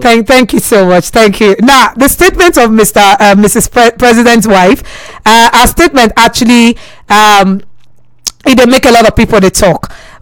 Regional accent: Ghana; I'm from Ghana. Welcome.

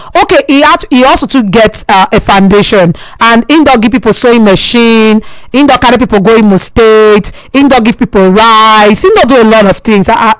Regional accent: Ghana; I'm from Ghana. Welcome.

